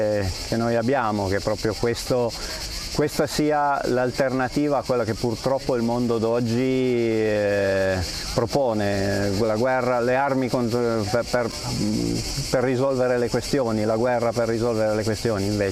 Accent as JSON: {"language": "Italian", "region": "Piedmont", "country": "Italy", "said": "vengo dal Piemonte, in particolare dalla provincia di Asti"}